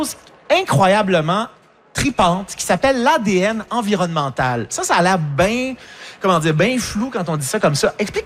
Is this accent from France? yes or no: no; Montreal, Quebec, Canada; quand on vient de Montréal, pour nous, c'est comme pas mal la limite